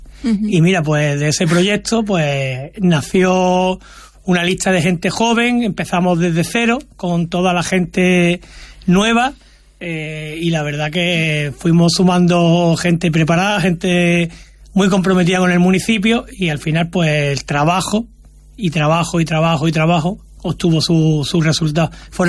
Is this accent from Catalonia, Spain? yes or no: no; Villanueva del Trabuco, Andalusia, Spain; moved away as an adult; now in Villanueva de Cauche, Spain; Villanueva del Trabuco, que era el pueblo donde están mis raíces, donde yo me he criado de joven, porque al final la vida da muchas vueltas. Yo me caso con una muchacha que remanece de Villanueva de Cauche, que por eso estoy viviendo allí